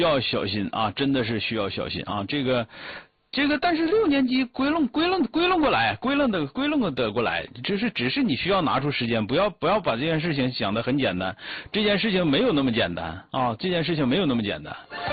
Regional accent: Changchun, Jilin, China; 我是东北的长春的

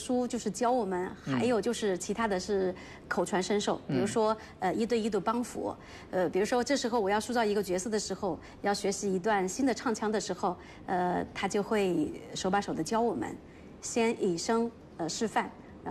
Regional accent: Yidu, Hubei, China; 我是宜都潘家湾乡的人。我们那个乡是土家族。

